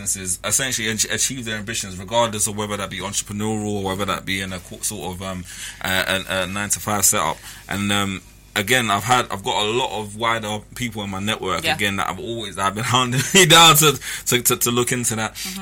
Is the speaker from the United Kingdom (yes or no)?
yes; London, United Kingdom; also born or lived in Haringey; coming up from a lower socioeconomic background, growing up in Hackney, going to school in Haringey, all of my friends coming from tough backgrounds